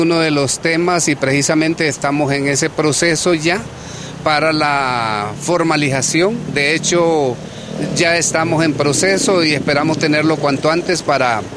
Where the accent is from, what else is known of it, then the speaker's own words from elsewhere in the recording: Siguatepeque, Comayagua, Honduras; todos como hondureños, especialmente de Siguatepeque